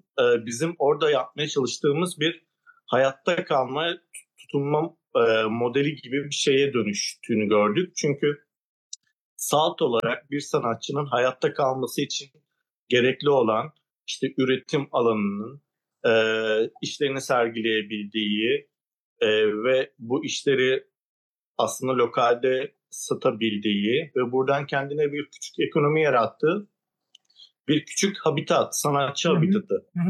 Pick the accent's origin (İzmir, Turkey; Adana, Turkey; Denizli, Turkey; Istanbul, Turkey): İzmir, Turkey; born there; moved away as an adult; now in Antalya, Turkey; Aslında İzmir doğumluyum. Yakın bir zamanda Antalya'ya geldim.